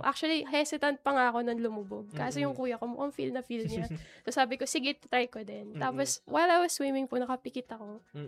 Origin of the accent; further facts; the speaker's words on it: Manila, Metro Manila, Philippines; I'm not from Laguna. I'm really from Manila. So, lumaki po kaming Maynila.